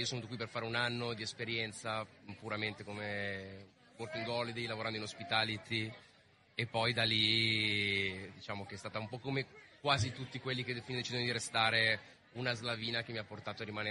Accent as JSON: {"language": "Italian", "town": "Milan", "region": "Lombardy", "country": "Italy", "lives_now": "Australia", "said": "Sono di Milano e francamente"}